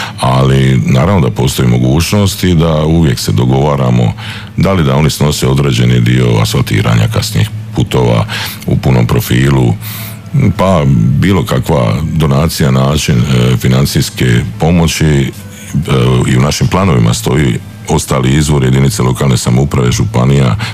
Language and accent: Croatian; Croatia; iz Zagore i znam kako je imati veću gustirnu čatrnju